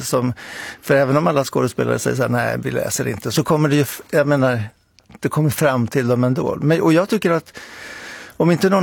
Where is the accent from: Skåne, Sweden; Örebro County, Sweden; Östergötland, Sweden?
Östergötland, Sweden; Linköping; Men jag kommer ju från Linköping och där så jag uppfostrades på Östgöta teatern.